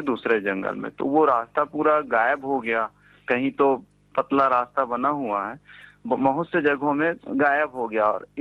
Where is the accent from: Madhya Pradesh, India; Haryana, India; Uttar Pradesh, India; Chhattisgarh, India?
Chhattisgarh, India; Bilaspur; बिलासपुर छत्तीसगढ़ का निवासी हूँ।